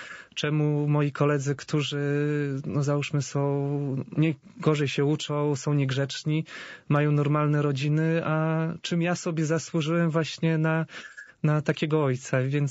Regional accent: Warmian-Masurian Voivodeship, Poland; Pochodzę z Mazur, wychowywałem się w rodzinie wielodzietnej.

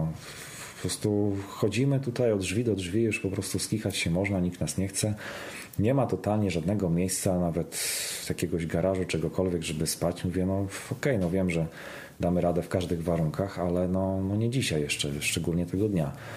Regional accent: Olsztyn, Warmian-Masurian Voivodeship, Poland; Ja pochodzę z Olsztyna, więc mieszkałem wtedy jeszcze jako dziecko w Olsztynie.

